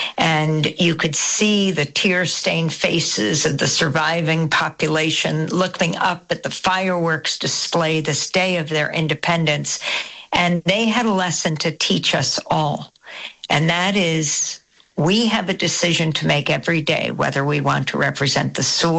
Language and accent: English; United States; So we made very clear we're from America, America.